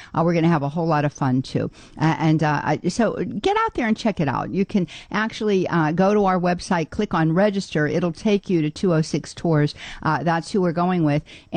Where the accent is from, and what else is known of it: Pittsburgh, Pennsylvania, United States; accent: Pittsburgh